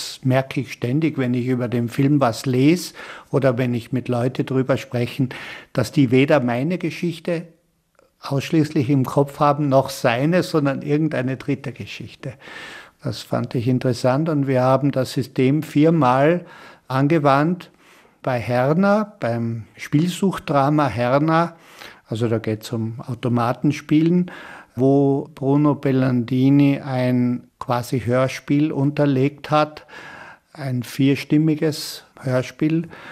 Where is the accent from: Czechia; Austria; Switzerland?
Austria; Kötschach-Mauthen, Carinthia; dass ich in Kötschaub-Mauthen in Kärnten, wo ich herkomme, der Erbe meiner Tante bin.